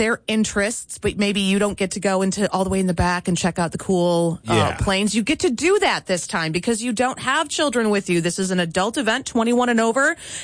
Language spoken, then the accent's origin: English; Chicago, Illinois, United States; moved away; because I'm from Chicago.